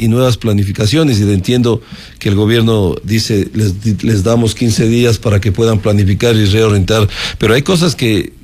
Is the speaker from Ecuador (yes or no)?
yes; Ecuador; como ecuatoriano de bien